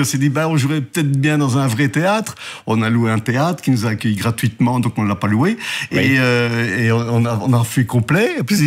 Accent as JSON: {"language": "French", "town": "Charleroi", "region": "Wallonia", "country": "Belgium", "moved": "yes", "lives_now": "Carnières, Belgium"}